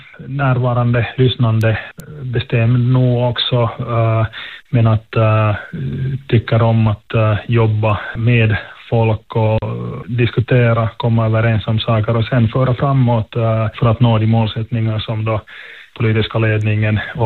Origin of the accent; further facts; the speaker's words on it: Kokkola, Central Ostrobothnia, Finland; now in Helsinki, Finland; jag är ju inte från Raseborg, jag är från Österbotten, hemma själv från Karleby och bor i Helsingfors.